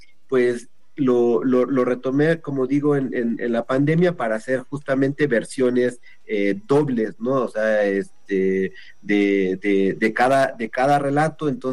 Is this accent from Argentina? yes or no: no; Zoque area, Mexico; moved away as an adult; now in Mexico City, Mexico